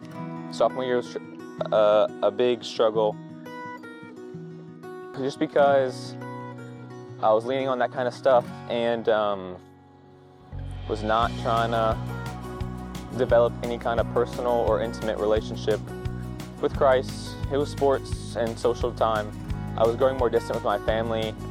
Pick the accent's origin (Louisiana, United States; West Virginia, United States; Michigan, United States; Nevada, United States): Louisiana, United States; I'm from Louisiana, really close, big family. It was a blessing growing up.